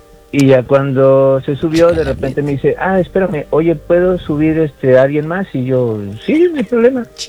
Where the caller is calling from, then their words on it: Guadalajara, Jalisco, Mexico; De Guanatos.